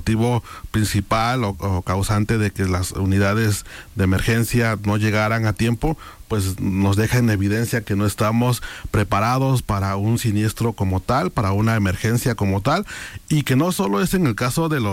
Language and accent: Spanish; Mexico